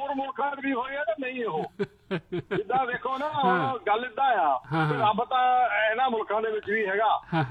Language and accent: Punjabi; Punjab, India; ਜਲੰਧਰ ਨਾਲ ਸਾਡੀਆਂ ਬੜੀਆਂ ਪੁਰਾਣੀਆਂ ਯਾਦਾਂ ਜੁੜੀਆਂ ਹੈ ਤੇ ਮੇਰਾ ਪਿੰਡ ਵੀ ਜਲੰਧਰ ਜ਼ਿਲ੍ਹੇ ਦਾ ਆਖਰੀ ਪਿੰਡ ਹੈਗਾ